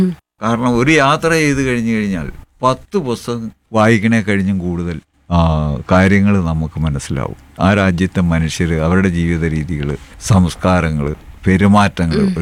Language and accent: Malayalam; Arikuzha, Kerala, India; തൊടുപുഴ തന്നെയാണ്. തൊടുപുഴ അരിക്കുഴ എന്ന് പറഞ്ഞ ഗ്രാമത്തിലാണ് ഞാൻ ജനിച്ചതും വളർന്നതും. അരിക്കുഴ ASS UPSലാണ് പഠിച്ചത്.